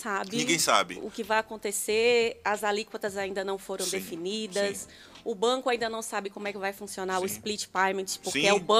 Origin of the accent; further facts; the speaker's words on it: Juazeiro do Norte, Ceará, Brazil; born there; moved away; also born or lived in Bahia; eu sou cearense de nascença.